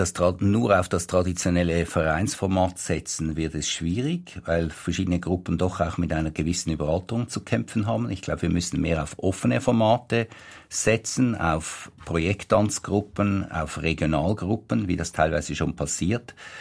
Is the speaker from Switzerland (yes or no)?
yes; Switzerland; Wachsen wir ja als Bevölkerung, als Schweizer Bevölkerung fast nicht mehr.